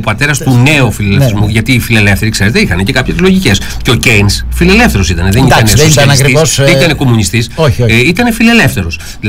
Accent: Greece

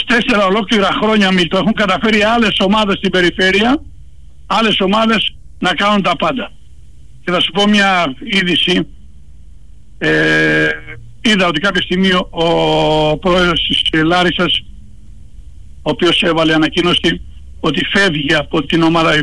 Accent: Patras, Western Greece, Greece; now in Athens, Greece; το ενδιαφέρον μου για την Πάτρα ως πατρινός

